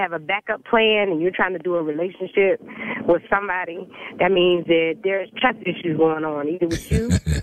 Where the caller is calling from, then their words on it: Fayetteville, United States; I'm calling from Fayetteville.